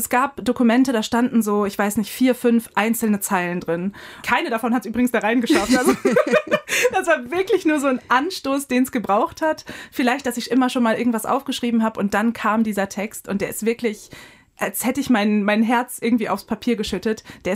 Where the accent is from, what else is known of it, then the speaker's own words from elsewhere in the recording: Achim, Lower Saxony, Germany; Aber ich bin auf dem Land in Baden groß geworden, also ein Vorort von Achim, zusammen mit meiner Schwester.